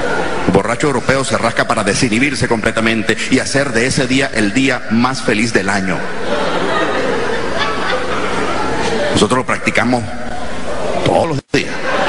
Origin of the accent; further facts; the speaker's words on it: Venezuela; nosotros como producto venezolano hemos viajado todo el mundo